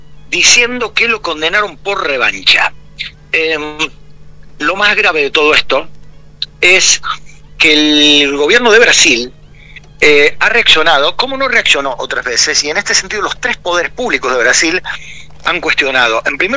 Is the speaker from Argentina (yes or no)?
yes; Río Cuarto, Córdoba, Argentina